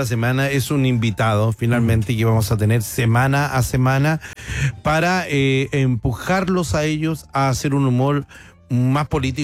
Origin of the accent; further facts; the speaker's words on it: Chile; Es como la mirada de cómo somos como chilenos